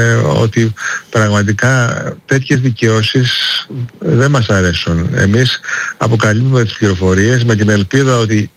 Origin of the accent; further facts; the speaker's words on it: Greece; Εγώ τουλάχιστον ως Έλληνας